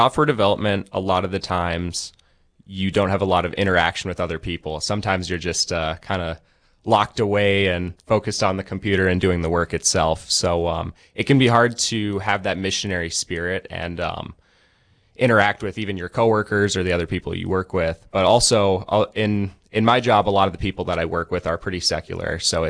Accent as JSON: {"language": "English", "town": "Stillwater", "region": "Minnesota", "country": "United States", "said": "I'm originally from Stillwater, Minnesota"}